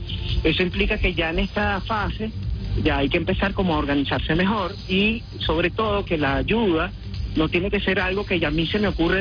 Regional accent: Venezuela

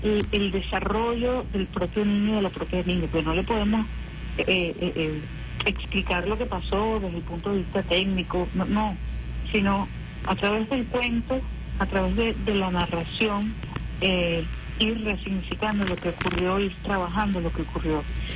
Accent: Venezuela; nuestra identidad como venezolanos y venezolanos

